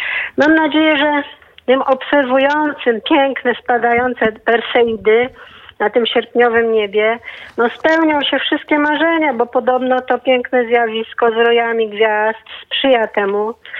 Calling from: Warsaw, Masovian Voivodeship, Poland; z Warszawy

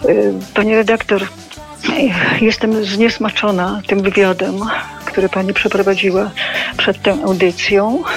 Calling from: Masovian Voivodeship, Poland; Dzwonię spod Warszawy.

